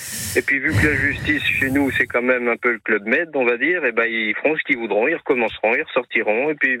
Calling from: Nouvelle-Aquitaine, France; Je suis non loin de Sainte-Soline

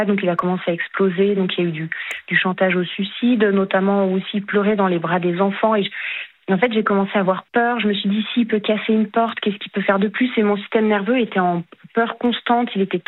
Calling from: Annecy, Auvergne-Rhône-Alpes, France; je suis à Annecy

